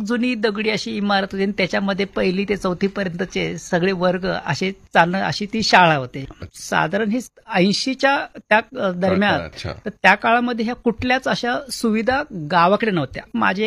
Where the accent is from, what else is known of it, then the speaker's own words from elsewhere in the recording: Maharashtra, India; आदिवासी भाग आहे सर्व जो, तर हे असे आदिवासी जे वेगवेगळी छोटी छोटी गावं आहेत त्या गावांमध्ये तिथे माझं जन्म झाला आणि प्राथमिक शिक्षण सुद्धा माझं गावामध्येच झालं.